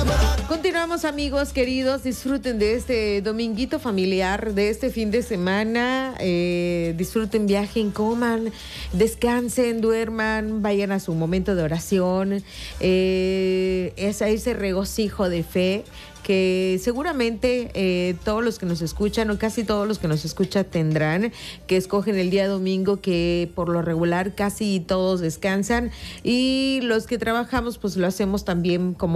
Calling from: Fidel Velázquez, Mexico; la escucho desde mi pueblo, de Fidel Velázquez.

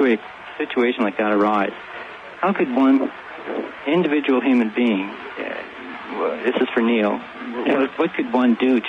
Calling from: Vancouver, British Columbia, Canada; I'm calling from Vancouver.

